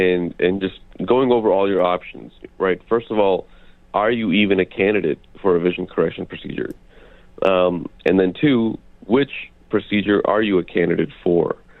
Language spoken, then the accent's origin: English; Tyler, Texas, United States; now in Plano, United States; Plano is kind of a second home. I grew up in Tyler, Texas, but we spent a lot of time coming back to the Frisco Plano area.